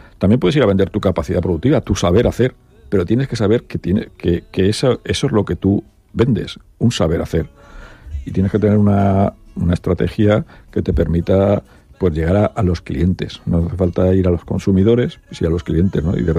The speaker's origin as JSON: {"language": "Spanish", "town": "Elda", "region": "Valencian Community", "country": "Spain", "said": "quizá nosotros porque somos muy de Elda, hablamos del calzado y tenemos esa imagen gloriosa"}